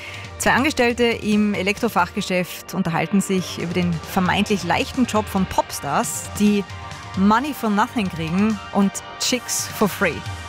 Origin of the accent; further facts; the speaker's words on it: Austria; Radio Wien und ich weiß, bei uns in Österreich übers Gehalt spricht man nicht so gern